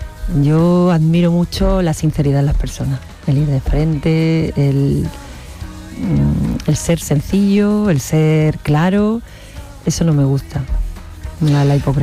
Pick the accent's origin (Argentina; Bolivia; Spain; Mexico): Spain; Seville, Andalusia; born there; mi centro histórico de Sevilla que me encanta y, bueno, es donde yo nací